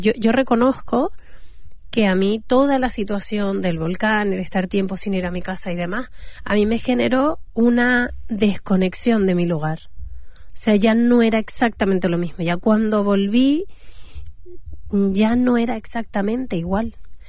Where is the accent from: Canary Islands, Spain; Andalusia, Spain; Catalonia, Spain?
Canary Islands, Spain; La Palma; ¿de dónde eres? De La Palma. La isla del volcán.